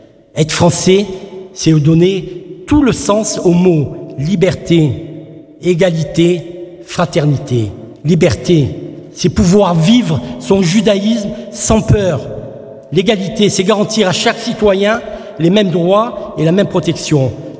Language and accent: French; France; Nous sommes juifs et nous sommes français.